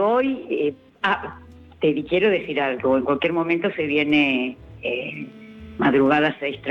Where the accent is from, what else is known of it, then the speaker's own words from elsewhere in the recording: Lomas de Zamora, Buenos Aires Province, Argentina; yo soy de Lomas y viví en Lomas cuando era pueblo.